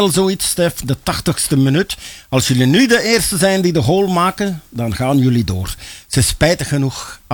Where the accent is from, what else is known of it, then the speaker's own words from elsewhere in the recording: Belgium; Maar ik ben Belg, ik ben daar fier op.